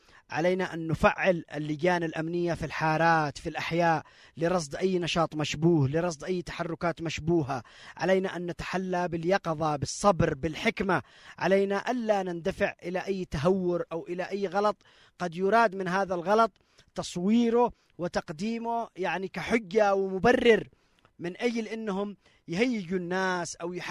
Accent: Sanaa, Amanat Al Asimah, Yemen; ومعاهم عملاء موجودين عندنا بصنعاء

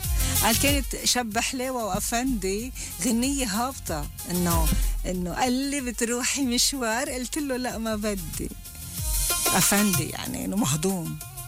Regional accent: Lebanon; إحنا بنعتبر إنه إحنا كلبنانية وكشرق الحنايين ومحبين، نحنا أكتر ناس منتنمر.

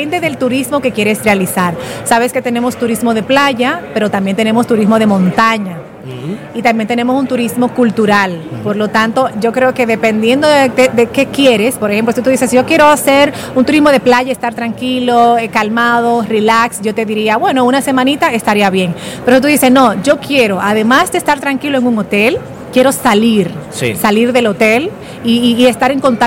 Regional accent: Dominican Republic

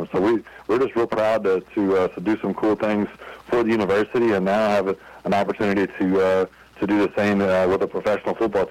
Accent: Louisville, Kentucky, United States; I'm from Louisville, so my dad and my grandfather both went there.

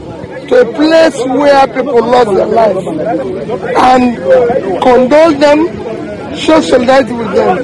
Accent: Nigeria; I'm a Nigerian

